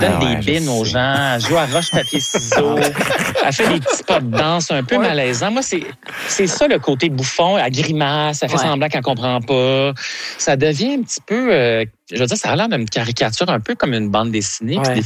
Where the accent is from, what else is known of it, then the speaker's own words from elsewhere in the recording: Quebec, Canada; on est Québécois